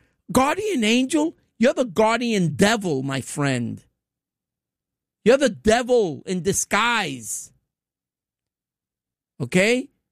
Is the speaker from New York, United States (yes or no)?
yes; New York, United States; I'm a New Yorker.